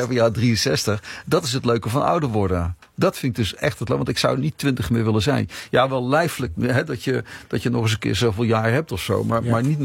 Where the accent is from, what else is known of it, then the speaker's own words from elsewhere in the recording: North Brabant, Netherlands; moved away as an adult; also born or lived in Rotterdam; Ik kwam echt extra uit Brabant zo naar de grote stad.